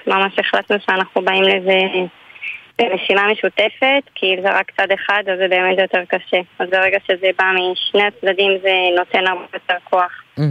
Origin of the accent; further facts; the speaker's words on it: Kiryat Arba, West Bank, Palestine; אני ואורי גדלנו בקריית ארבע, אז כל שנות הנאורים כבר הכרנו אחד את השני